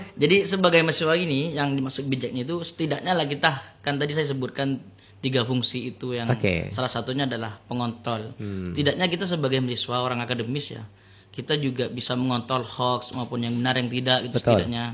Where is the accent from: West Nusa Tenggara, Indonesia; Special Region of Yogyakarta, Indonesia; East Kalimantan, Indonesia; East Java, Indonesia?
East Java, Indonesia; Rubaru District; Alamatnya saya asli Kecamatan Rubaru lebih tepatnya gitu.